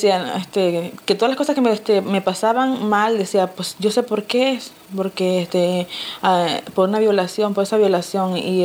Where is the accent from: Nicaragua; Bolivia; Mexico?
Nicaragua; Estelí; moved away; yo vengo de la ciudad de Estelí, Nicaragua.